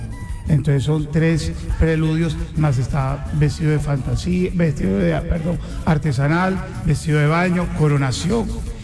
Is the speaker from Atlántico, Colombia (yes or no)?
no; Cartagena, Bolívar, Colombia; Yo soy cartagenero y no soy ni negro ni blanco.